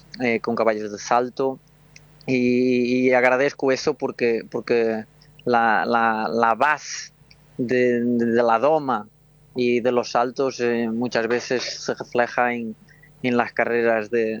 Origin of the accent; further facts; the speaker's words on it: Portugal; moved away as an adult; now in Madrid, Spain; de donde vengo, de Portugal